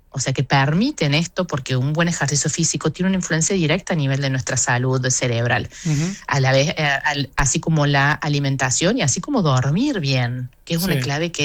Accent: Argentina; nuestra confianza en nuestras habilidades como argentinos es buena

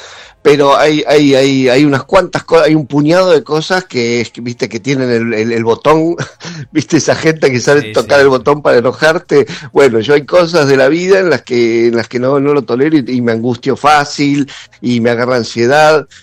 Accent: Argentina; siento que en eso somos argentinos.

